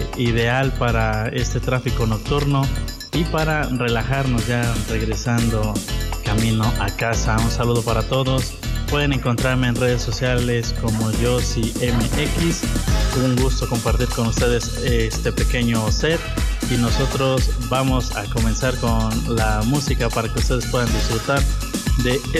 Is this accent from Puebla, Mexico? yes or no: yes; Teziutlán, Puebla, Mexico; Hola, buenas noches. … de Tezuzlán, Puebla, la perla de la sierra.